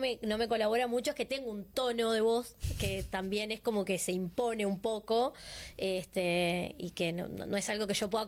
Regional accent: Montevideo, Uruguay; en realidad nací, soy de Montevideo, uh-huh. Mis padres son de Canelones, de Sauce

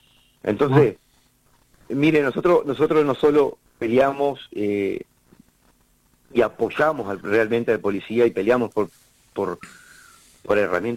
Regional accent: Cerro Chato, Uruguay; en Cerro Chato, en mi pueblo.

